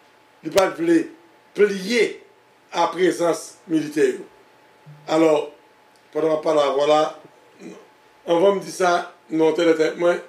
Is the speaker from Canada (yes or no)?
no; Haiti; Nous sommes jeunes d'Haïti, nous sommes jeunes petits garçons. C'est la première fois que nous avons un livre a sorti dans le pays d'Haïti.